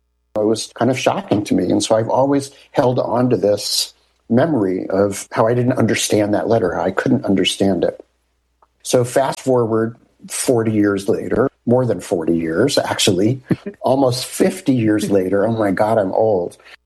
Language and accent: English; Los Angeles, California, United States; I'm from Los Angeles.